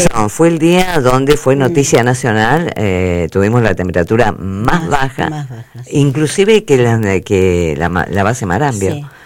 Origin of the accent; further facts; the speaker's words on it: Argentina; desobediente como somos los argentinos